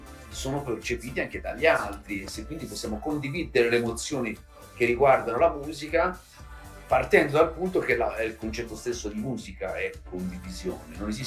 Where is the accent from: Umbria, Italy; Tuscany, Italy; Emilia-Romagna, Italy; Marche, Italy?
Tuscany, Italy; Prato; la mia terra natia, ovvero a Prato, in Toscana, dove mi trovo adesso